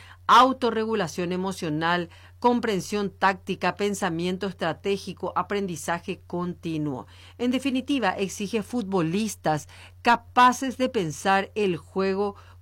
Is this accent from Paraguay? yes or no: yes; Paraguay; nosotros como paraguayos